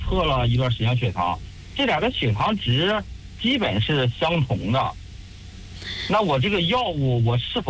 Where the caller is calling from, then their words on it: Shijiazhuang, Hebei, China; 啊，对，我是石家庄。